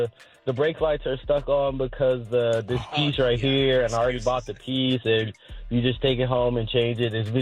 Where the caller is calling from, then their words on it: Pomona, California, United States; I'm from Pomona.